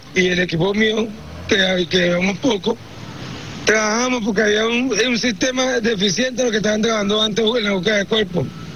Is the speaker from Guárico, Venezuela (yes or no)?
no; Caracas, Capital District, Venezuela; tampoco somos de la zona, somos de Caracas.